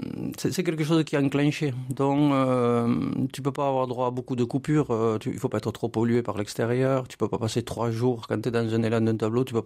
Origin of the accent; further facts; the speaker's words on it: Spain; now in Aude, France; Donc, quand je suis ici, je me dis que je suis espagnol au doigt et à l'œil. Tu vois. Pour moi, l'Aude, c'est une belle région et c'est un peu mon pays, en fait, quelque part.